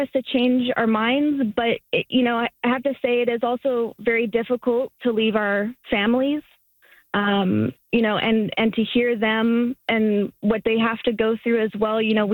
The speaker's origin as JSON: {"language": "English", "region": "Quebec", "country": "Canada", "said": "I'm from Quebec. I've, you know, my family's from Quebec. We've been here for generations."}